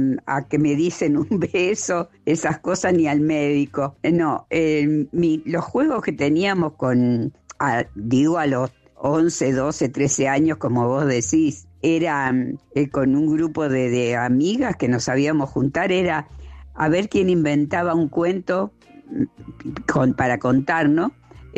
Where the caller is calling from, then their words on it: Rosario, Santa Fe, Argentina; de Rosario.